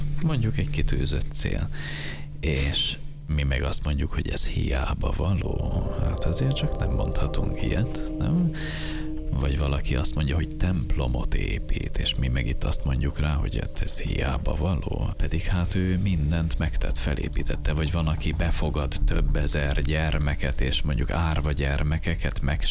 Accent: Hungary; Itt nek magyarok vagyunk, és direkt így írja a fordítás.

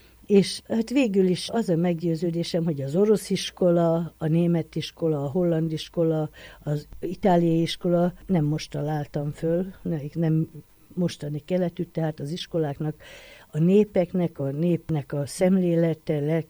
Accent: Jász-Nagykun-Szolnok, Hungary; born there; moved away; also born or lived in Debrecen / Bulgaria; Jászberény mellett születtem, és később Debrecenbe jártam iskolába, onnan pedig az ötvösre kerültem, bulgár szakra, amiből 3 évet Bulgáriába töltöttem

